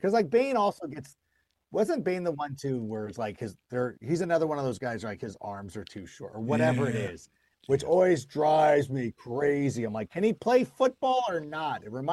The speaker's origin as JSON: {"language": "English", "region": "California", "country": "United States", "tie": "born or raised there", "said": "Miguel's Jr. is not close. It's from my hometown. Miguel's Jr., Don Ramon's, anybody in the Southern California area."}